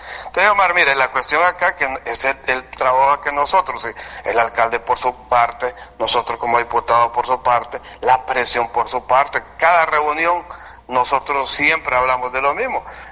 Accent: Siguatepeque, Comayagua, Honduras; yo soy de Siguatepeque

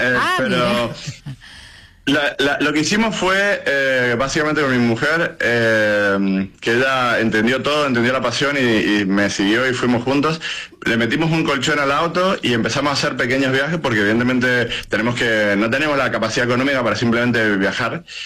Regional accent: Mendoza, Argentina; now in Germany; Yo soy de Mendoza, pero vivo en Alemania ahora mismo.

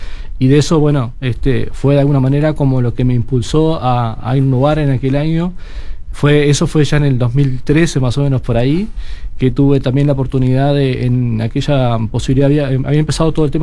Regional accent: Minas, Lavalleja, Uruguay; Bueno, nací en la ciudad de Minas, La Valleja, un viernes 13 del 79.

